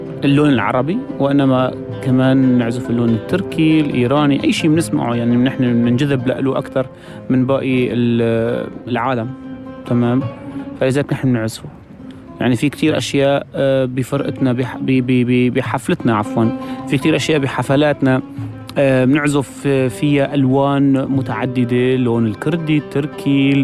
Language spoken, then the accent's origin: Arabic; Aleppo, Aleppo Governorate, Syria; now in Berlin, Germany; نحن عندنا بحلب نحن كمان من حلب